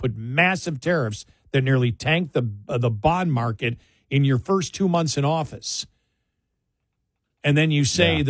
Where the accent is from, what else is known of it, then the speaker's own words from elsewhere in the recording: Buffalo, New York, United States; When you live there, and I grew up in Buffalo, it's a border town.